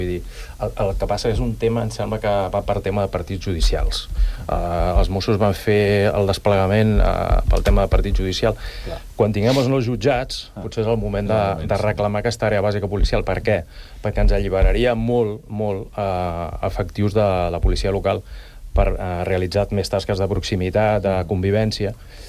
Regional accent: Sant Cugat del Vallès, Catalonia, Spain; jo per exemple soc de Volpelleres, visc a Volpelleres

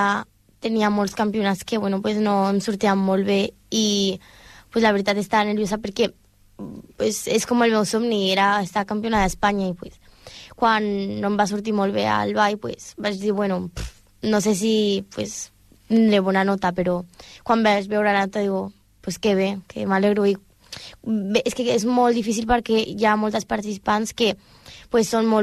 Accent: Bulgaria; Catalan is a second language; now in Spain; Bueno, és que jo sóc de Bulgària, pues en Bulgària ja som com absolut ja des de petites

